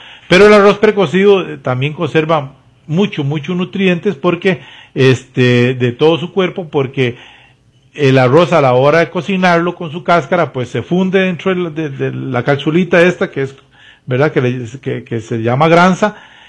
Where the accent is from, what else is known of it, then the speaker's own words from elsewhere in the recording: Costa Rica; los ticos somos a nivel de Centroamérica